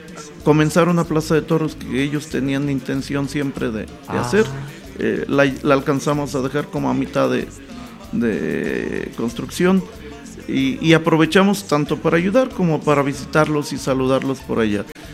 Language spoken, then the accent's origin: Spanish; Villas Fuentes, Mexico; moved away; Concretamente estuve en mi tierra, que se llama Villas Fuentes.